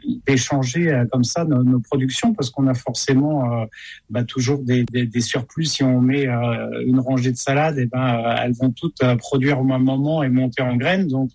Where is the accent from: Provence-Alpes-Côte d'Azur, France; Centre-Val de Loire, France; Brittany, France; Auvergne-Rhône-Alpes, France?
Brittany, France; peut cultiver ben, chez nous en Bretagne.